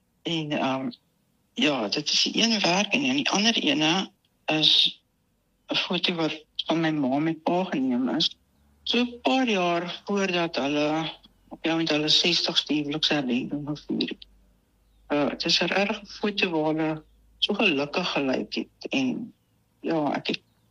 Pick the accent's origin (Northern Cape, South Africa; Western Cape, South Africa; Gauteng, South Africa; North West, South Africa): Gauteng, South Africa; Heidelberg; ek het op Heidelberg in Transvaal groot geword en daar was nie sulke geleenthede gewees